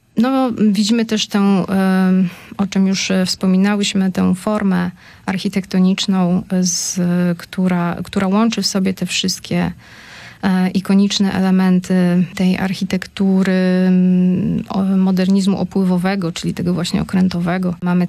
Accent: Gdynia, Pomeranian Voivodeship, Poland; tutaj u nas w Gdyni.

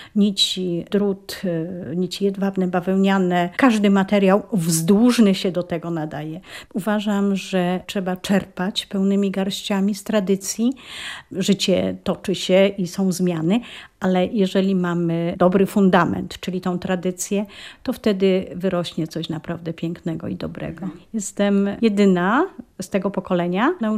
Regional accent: Bobowa, Lesser Poland, Poland; born there; Jestem urodzona w Bobowej, wyszłam tutaj za mąż

